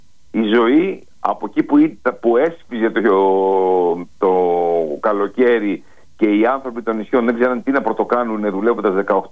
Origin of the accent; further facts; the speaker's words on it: Serifos, South Aegean, Greece; Εγώ κατάγομαι από τη Σέριφο και το έχω βιώσει αυτό.